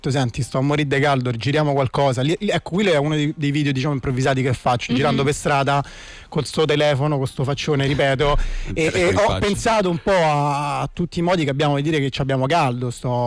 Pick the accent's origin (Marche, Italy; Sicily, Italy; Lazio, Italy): Lazio, Italy; Rome; moved away as an adult; also born or lived in Milan; Sì, sono di Roma.